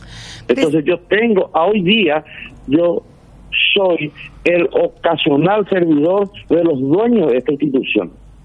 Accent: Paraguay; sino soy el cirujano paraguayo que representa a su país, a su patria.

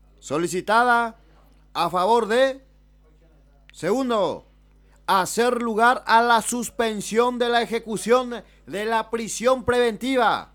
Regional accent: Paraguay; Como paraguayos, todos a alentar a Cerro Porteño.

